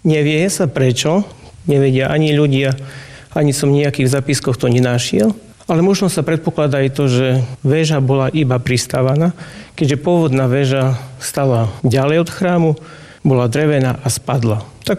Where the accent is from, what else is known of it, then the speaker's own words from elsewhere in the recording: Stará Ľubovňa District, Prešov Region, Slovakia; moved away as an adult; now in Kolonica, Slovakia; keďže pochádzam zo severu, od okresu Stará Ľubovňa, tam je trošku je iné